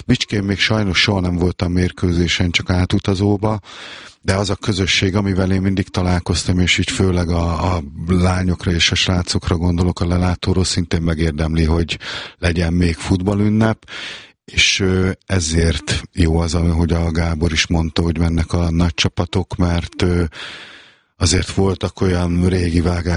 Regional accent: Budapest, Hungary; Én ugye Óbudán nőttem fel, kerület szurkoló is vagyok

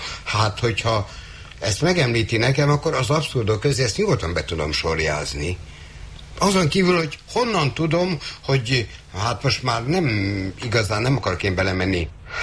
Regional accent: Budapest, Hungary; nem csak azért, mert a Józsefvárosból jöttem

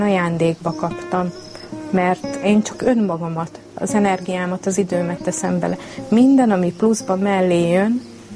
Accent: Hungary; born there; És roma vagyok, de én itt születtem, én magyarul beszélek, én magyarul adózok, magyarul álmodom, magyarul imádkozom, mindent magyarul csinálok.

